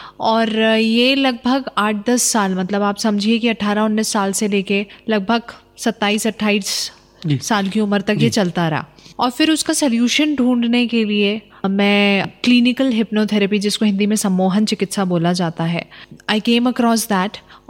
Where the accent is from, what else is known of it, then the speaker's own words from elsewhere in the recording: Bhopal, Madhya Pradesh, India; मेरा जन्म भोपाल में ही हुआ, मैं भोपाल में ही पली बड़ी हूँ। स्कूलिंग, कॉलेज सब मेरा भोपाल से ही हुआ।